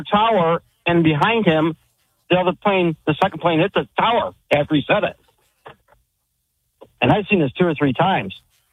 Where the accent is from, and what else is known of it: New York, United States; born or raised there; now in Maui, United States